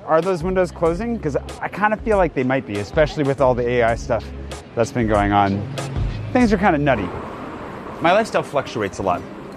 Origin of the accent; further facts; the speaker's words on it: Pullman, Washington, United States; now in Paris, France; I grew up in Pullman, Washington, a university town in eastern Washington, so close to Idaho that you could hit it with a potato.